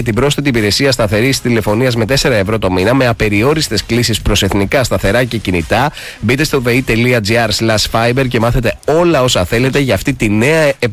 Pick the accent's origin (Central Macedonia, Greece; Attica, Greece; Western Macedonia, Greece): Attica, Greece; Athens; Εγώ είμαι Αθηναίος, πες τώρα, μην με κρίνετε.